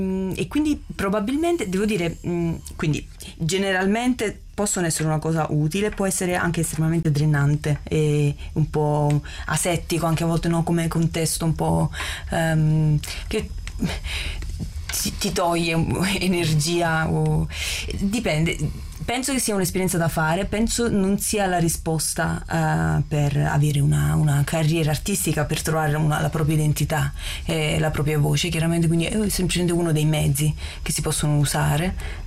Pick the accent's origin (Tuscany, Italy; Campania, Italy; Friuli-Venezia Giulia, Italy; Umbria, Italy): Campania, Italy; Naples; in quanto napoletana